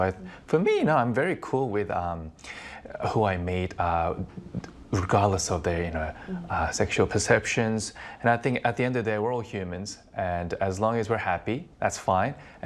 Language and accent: English; Sydney, New South Wales, Australia; Well, I grew up in Sydney where a big event, annual event called the Sydney Gay and Lesbian Mardi Gras is held like every year.